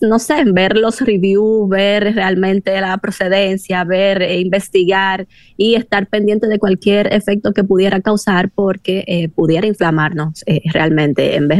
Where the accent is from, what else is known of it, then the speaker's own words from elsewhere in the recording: Dominican Republic; yo, como toda dominicana